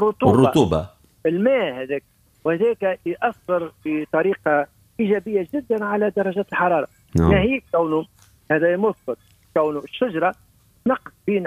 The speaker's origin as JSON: {"language": "Arabic", "country": "Tunisia", "lives_now": "Kelibia, Tunisia", "said": "وقعت جابي في بلدي تونس اللي هي تبارك الله معناتها بلدة عاصمة وعندها برشا تاريخ في التشجير، وبالطبيعة يعني ما قعدت برشا في بلدة تونس، استقلت بلدة قليبيا عام 88 سبتمبر"}